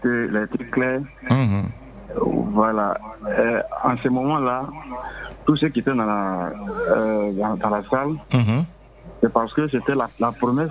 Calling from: Abidjan, Côte d’Ivoire; J'appelle de Cocody.

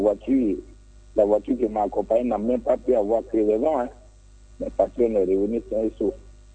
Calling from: Danané, Montagnes, Côte d’Ivoire; je suis à Danané, hein, c'est pas tout près.

